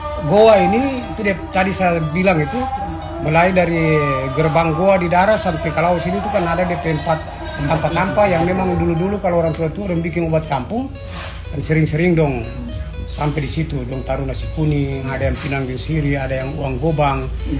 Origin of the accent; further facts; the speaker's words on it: Weda, North Maluku, Indonesia; kita orang Weda ini kan, dia beda dengan petani, dengan maba